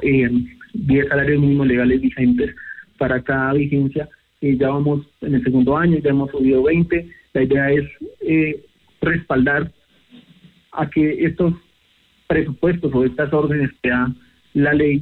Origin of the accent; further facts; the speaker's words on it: Ramiriquí, Boyacá, Colombia; luego estuve en mi tierra, en Ramiriquí, donde soy oriundo